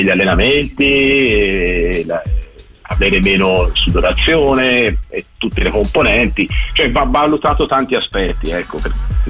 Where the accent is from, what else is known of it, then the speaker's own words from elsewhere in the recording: Florence, Tuscany, Italy; La piazza, si sa tutti, sono fiorentino e tipo Fiorentina da sempre